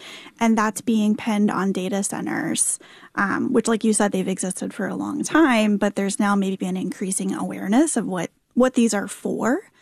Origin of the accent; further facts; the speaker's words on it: Raleigh, North Carolina, United States; I grew up in North Carolina. I'm a Raleigh native.